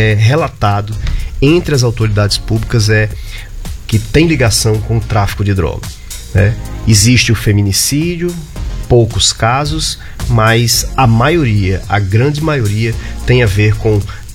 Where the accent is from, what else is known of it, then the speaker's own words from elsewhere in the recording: Mossoró, Rio Grande do Norte, Brazil; Eu fui criado em Mossoró, nasci em Mossoró e sou mossoroense.